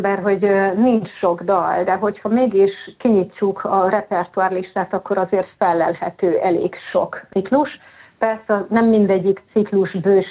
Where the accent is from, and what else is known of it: Hungary